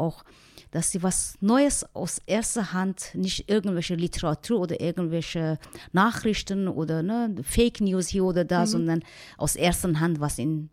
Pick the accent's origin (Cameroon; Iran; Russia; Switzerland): Iran; German is a second language; now in Germany; wenn ich als Iranerin darauf verzichten muss, wo es ist mein Herzblut, meine Verwandten, meine Mutter ist